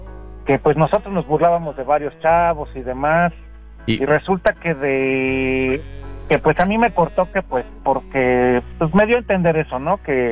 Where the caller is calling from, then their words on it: Mexico City, Mexico; De acá, de la Ciudad de México, de Azcapotzalco.